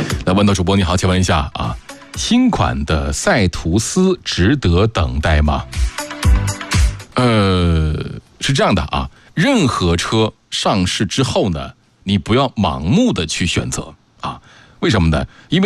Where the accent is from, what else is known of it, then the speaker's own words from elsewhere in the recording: northern China, China; moved away as an adult; now in Yichang, China; 我就是北方人，